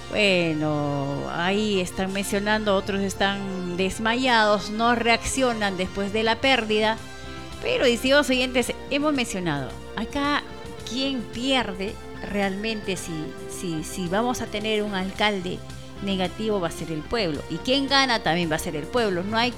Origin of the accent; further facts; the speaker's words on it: Mazamari, Junín, Peru; somos de acá, somos de Masamari, nos quedamos acá